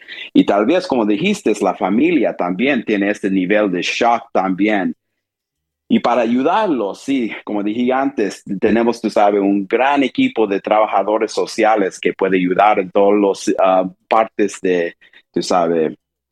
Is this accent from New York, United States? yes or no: no; Texas, United States; moved away as an adult; also born or lived in Saudi Arabia / Nashville / New Haven / Florida; now in Allentown, United States; crecí en el estado de Texas, afuera de Houston. Pasé, tú sabes, tiempo ahí. Y después, cuando salí de Texas, fui a la universidad en Nashville